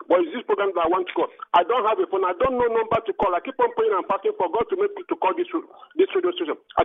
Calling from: Nigeria

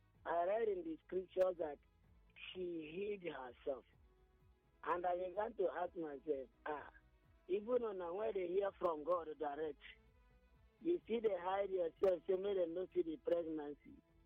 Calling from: Italy; I'm calling from Italy.

